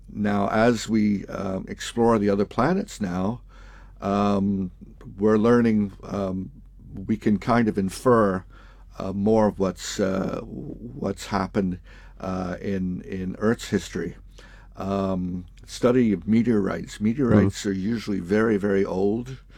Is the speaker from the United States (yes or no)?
no; Canada; moved away; I came from Canada, and there's a perception here that everyone in Canada speaks French. Now, I come from the English part of Canada, and you have to be taught French in school